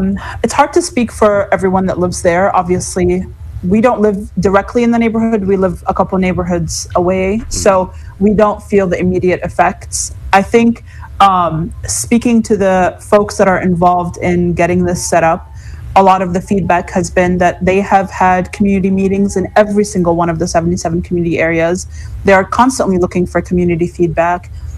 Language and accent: English; Chicago, Illinois, United States